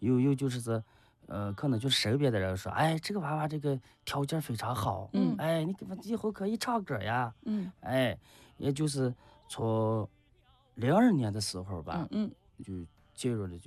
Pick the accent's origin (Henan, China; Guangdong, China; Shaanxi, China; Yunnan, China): Shaanxi, China; born or raised there